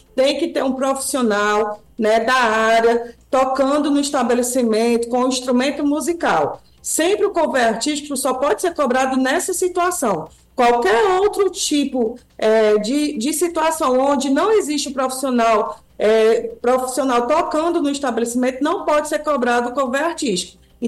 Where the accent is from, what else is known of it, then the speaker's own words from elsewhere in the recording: Brazil; Nós, como brasileiros, né, sabe? Primeiro, desejar boa sorte ao nosso país